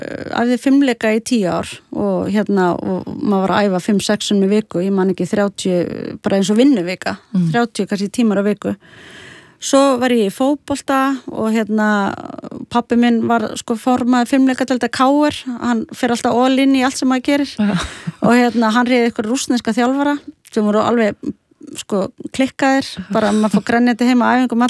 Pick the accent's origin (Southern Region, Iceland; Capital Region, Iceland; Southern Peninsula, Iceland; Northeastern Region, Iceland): Capital Region, Iceland; Reykjavík; also born or lived in Sweden; Sko, ég er alinn upp, ég fæddist í Reykjavík og er svo alinn upp í, hérna, í Svíþjóð frá 2 til 6 ára og hérna ásynast mína fyrstu minninga þaðan og svo er ég bara alinn upp í Vesturbæ Reykjavíkur.